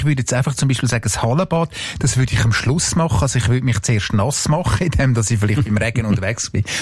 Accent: Switzerland; da gibt es ja ganz viele verschiedene Moore umeinander bei uns in der Schweiz

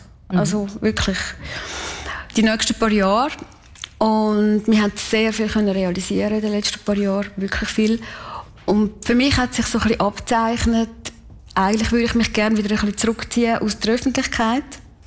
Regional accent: Kaltbrunn, St. Gallen, Switzerland; weil ich bin in Kaltbrunn aufgewachsen. Ich bin ein Kaltbrunnerin durch und durch.

